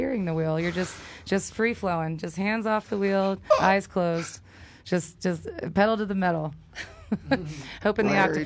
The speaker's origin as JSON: {"language": "English", "region": "East Coast", "country": "United States", "moved": "yes", "lives_now": "Los Angeles, United States", "said": "I'm not from LA. I'm from the East Coast."}